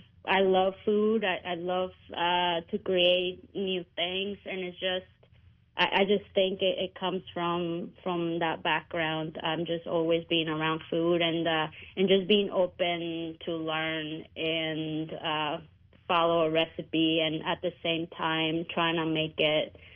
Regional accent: Ciudad Obregón, Sonora, Mexico; I was born and raised in Ciudad Obregón, Sonora, in Mexico, and just being around since I was a kid, just being around with like family gatherings, quinceañeras, and all that.

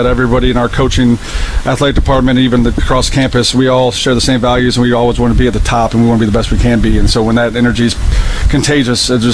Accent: Peoria, Illinois, United States; Originally from Peoria, Illinois.

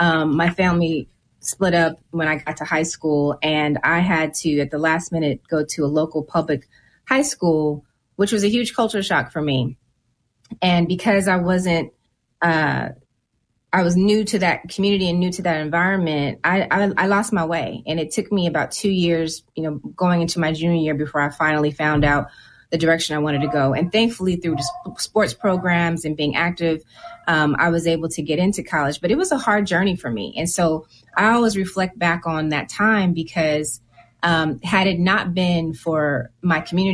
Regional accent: California, United States; I grew up in California, and in the political space, I had people like Senator Diane Watson, who was the first Black senator in California

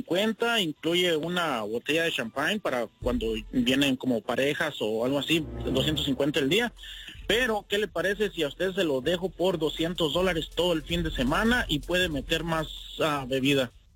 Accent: Phoenix, Arizona, United States; Aquí viví toda mi vida casi.

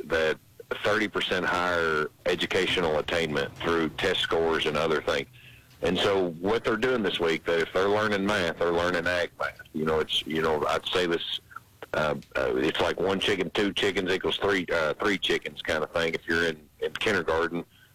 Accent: Kentucky, United States; I'm from Central Kentucky

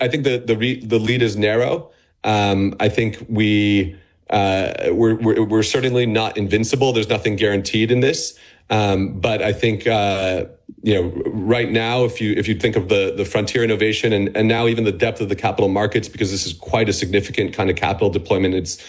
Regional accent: United States; me personally, I'm an American

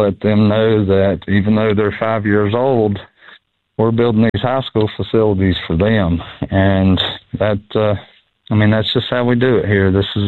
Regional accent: Madison, United States; moved away as an adult; I'm from here. This is my hometown. So when I came back to Madison after being gone a long time to coach

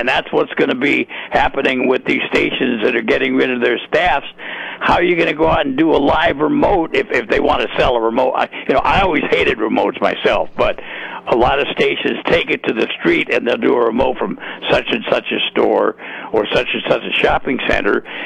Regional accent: San Luis Obispo, California, United States; Oh yeah. I mean, growing up in San Luis Obispo, I was a cruiser from 62 to 64.

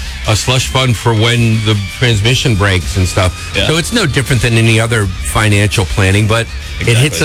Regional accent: Providence, Rhode Island, United States; moved away; I grew up in Providence.

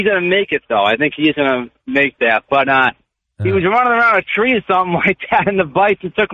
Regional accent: Brockton, Massachusetts, United States; I'm from Brockton. I don't know if you know that, Ben. I'm from over there. I'm from that area. And nothing really comes good out of Brockton.

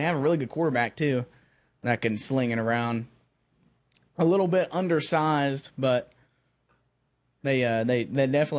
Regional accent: Seiling, Oklahoma, United States; No, I'm from Sealing.

